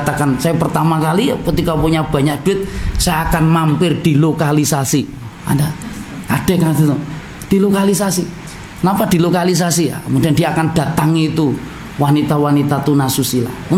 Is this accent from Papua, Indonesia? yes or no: yes; Papua, Indonesia; karena kebetulan saya ini orang Papua dan seterusnya